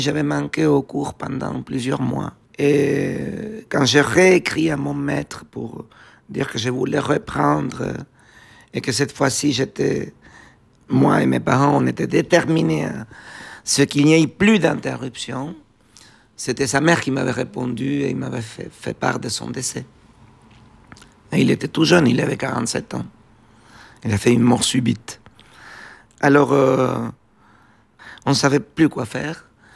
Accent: San Pedro, Buenos Aires Province, Argentina; moved away; Dans ma ville natale

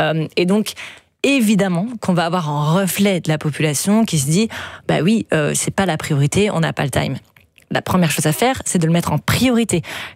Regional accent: Belgium; en tant que Belges, aujourd'hui, citoyens inquiets

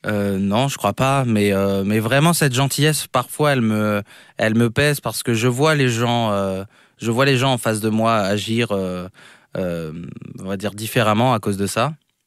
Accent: Nogent-sur-Marne, Île-de-France, France; Je suis né en France, donc à Nogent-sur-Marne.

